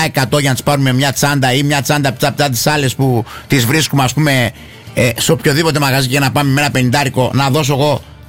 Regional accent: Agios Silas, Crete, Greece; Άγιος Σίλας είναι το χωριό μου

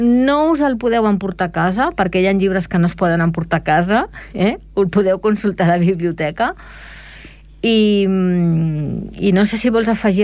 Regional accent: Esplugues de Llobregat, Catalonia, Spain; Soc de Can Clota

